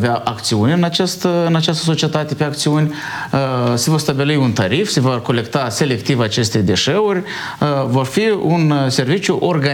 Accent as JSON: {"language": "Romanian", "town": "Soroca", "region": "Soroca District", "country": "Moldova", "tie": "born or raised there", "said": "eu mai ales că sunt originar din Soroca, știu cât de mult este așteptat această stație de toți, dar nu doar de soroceni"}